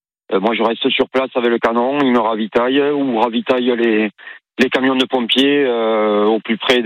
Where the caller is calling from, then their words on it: Parentis-en-Born, Nouvelle-Aquitaine, France; Moi, je suis sur Parentis, oui.